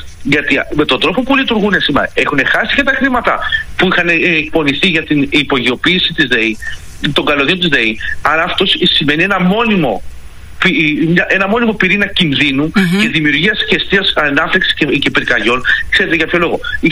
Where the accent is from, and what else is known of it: Attica, Greece